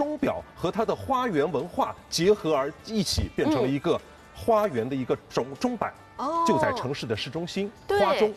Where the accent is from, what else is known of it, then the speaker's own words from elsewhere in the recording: Shanghai, China; 作为一个上海人来讲的话，可能在上海的大街小巷您随时都能够感受到法国的气息，